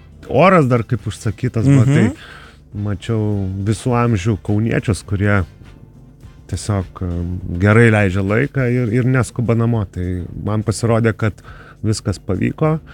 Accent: Kaunas, Kaunas County, Lithuania; bet kaip kaunietis, ne kaip darbuotojas

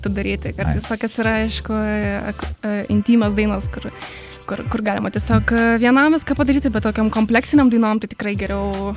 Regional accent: Kaunas, Kaunas County, Lithuania; Taip, aš kaunietė. Visą laiką buvau ir tikriausiai, kad būsiu.

